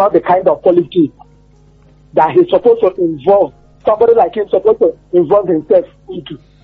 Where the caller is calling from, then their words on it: Ibadan, Oyo, Nigeria; I'm calling from Ibadan here.